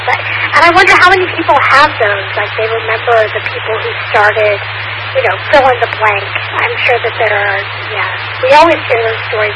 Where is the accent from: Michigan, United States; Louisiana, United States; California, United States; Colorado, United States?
Louisiana, United States; Baton Rouge; So, as y'all know, I am from Baton Rouge, Louisiana, so the south of Louisiana